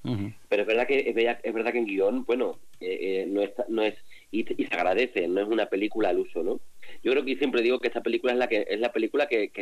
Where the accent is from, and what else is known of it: Cádiz, Andalusia, Spain